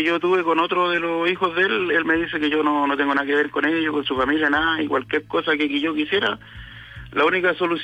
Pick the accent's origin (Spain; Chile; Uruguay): Chile; Valparaíso; moved away; yo volví a mi pueblo, ahí a la quinta región